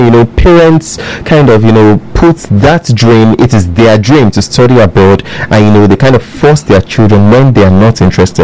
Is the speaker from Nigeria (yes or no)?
yes; Nigeria; as a Nigerian